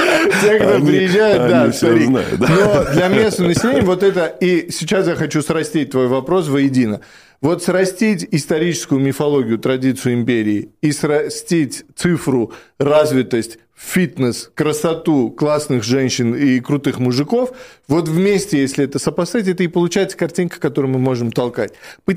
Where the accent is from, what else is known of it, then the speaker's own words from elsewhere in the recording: Moscow, Russia; also born or lived in Europe; Я жил и в Европе, и обожаю мой родной город Москву.